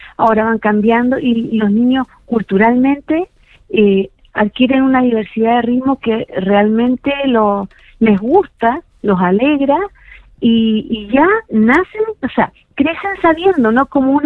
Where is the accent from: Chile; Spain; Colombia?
Chile; now in Arica, Chile; Una gran alegría como chilenos